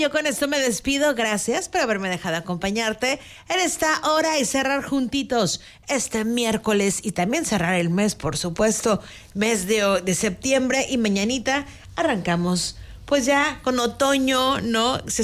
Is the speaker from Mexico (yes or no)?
yes; Puerto Vallarta, Jalisco, Mexico; para los que somos de Puerto Vallarta